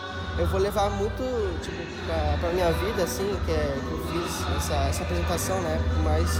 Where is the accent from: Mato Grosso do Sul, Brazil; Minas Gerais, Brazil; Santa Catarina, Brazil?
Mato Grosso do Sul, Brazil; now in Tabatinga, Brazil; Eu sou de Mato Grosso do Sul.